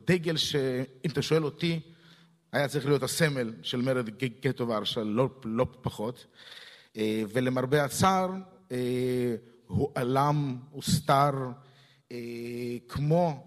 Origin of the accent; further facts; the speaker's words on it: Odesa, Odesa Oblast, Ukraine; now in Israel; אני גדלתי באודסה, זאת אומרת, הנופים של חמשתם הם תבנית נוף מולדתי איפשהו.